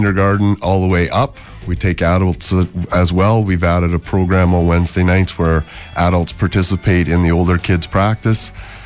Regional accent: Eston, Saskatchewan, Canada; moved away; I wrestled for a long time in my hometown of Eston. It was a small town, but was big in the wrestling community.

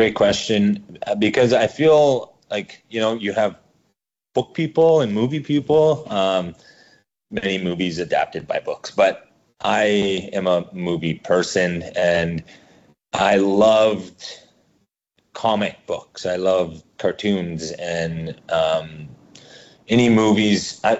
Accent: Peguis First Nation, Manitoba, Canada; You know, I grew up in Pecos First Nation, but I came to the city often

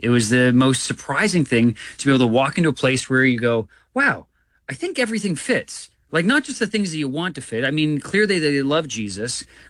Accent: Ontario, Canada; also born or lived in Saskatchewan; I grew up in Southern Ontario and then ended up going out to school in Saskatchewan to Briarcrest Bible College.

